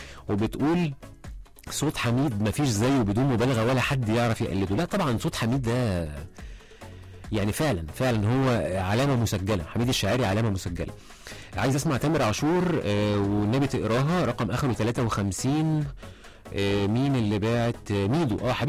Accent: Egypt; بيعملوها المصريين اعتقد احنا الشعب الوحيد اللي بيعملها

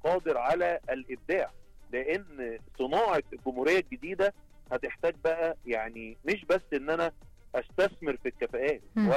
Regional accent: Egypt

